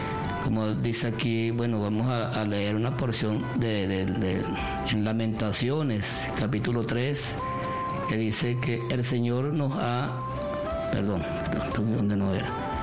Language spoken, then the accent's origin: Spanish; Venezuela